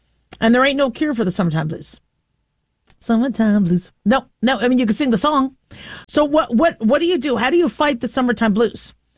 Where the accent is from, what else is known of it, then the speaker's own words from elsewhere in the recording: United States; born there; also born or lived in Phoenix, Arizona / Las Vegas, Nevada; I grew up in Phoenix and Las Vegas, and so summer was really, really hot, right?